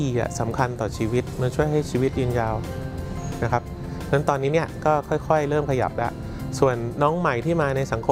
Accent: Bangkok, Thailand

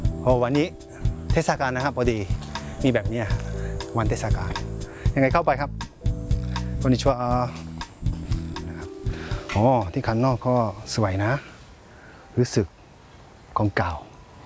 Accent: Thailand; Japanese is a second language; タイから来ました。

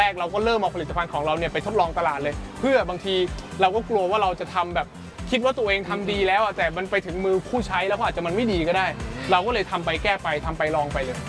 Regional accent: Ko Samui, Surat Thani, Thailand

